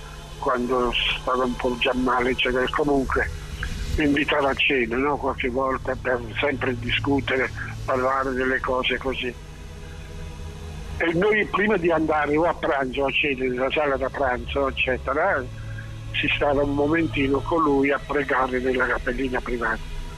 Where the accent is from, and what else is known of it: Naples, Campania, Italy